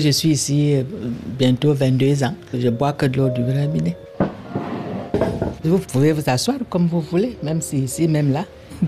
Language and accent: French; Cameroon; moved away; Je viens du Cameroun.